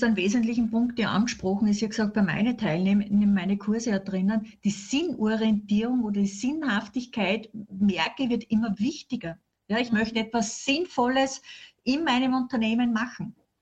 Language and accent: German; Austria; wir sind Österreicher